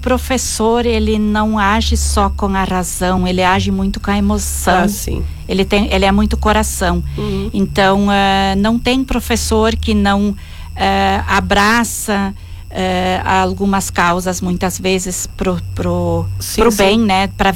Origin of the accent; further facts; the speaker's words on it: Rio Grande do Sul, Brazil; E como eu sou do Rio Grande do Sul, então a editora escolheu Gramado.